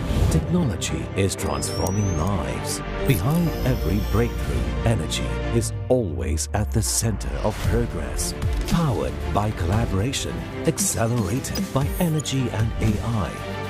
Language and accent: English; Nepal; moved away as an adult; now in Lisbon, Portugal; I'm from Nepal and I live in Lisbon for many years now.